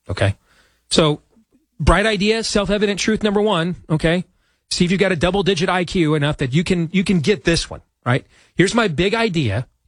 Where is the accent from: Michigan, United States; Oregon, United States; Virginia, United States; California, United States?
Michigan, United States; like it wasn't in my home state of Michigan